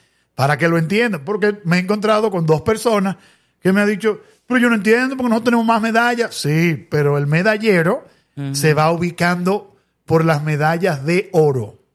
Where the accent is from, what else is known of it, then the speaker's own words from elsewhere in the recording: Dominican Republic; Pero como dominicano al fin, estando en tu tierra